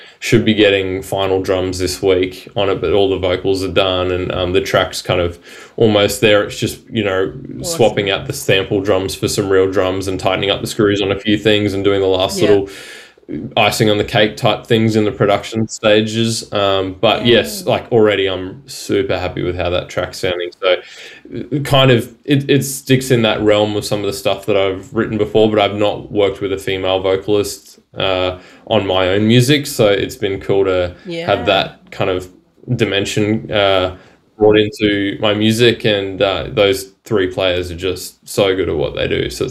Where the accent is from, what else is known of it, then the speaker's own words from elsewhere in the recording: Queensland, Australia; You know, that was in my hometown. I was there every year.